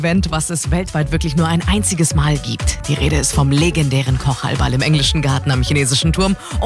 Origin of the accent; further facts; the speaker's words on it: Munich, Bavaria, Germany; born there; als geborene Münchnerin